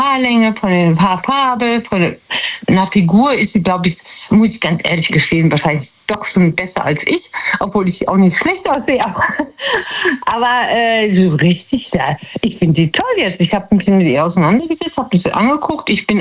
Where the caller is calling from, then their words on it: Betzdorf, Rhineland-Palatinate, Germany; Aus Betzdorf.